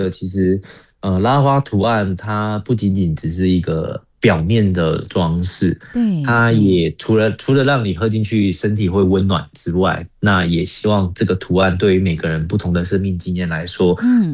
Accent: Taiwan; 我代表台湾，那我们来自这块土地

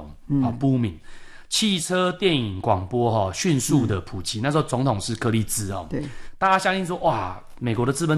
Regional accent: Taiwan; 我们台湾人比较熟悉这一块啊

